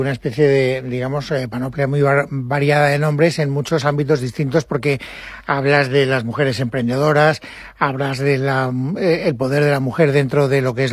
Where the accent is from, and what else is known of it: Valencian Community, Spain